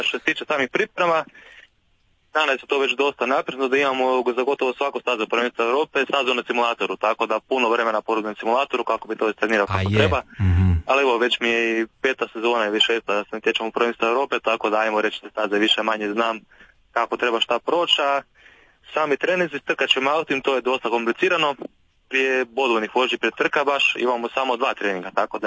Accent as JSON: {"language": "Croatian", "country": "Croatia", "said": "kod nas u Hrvatskoj"}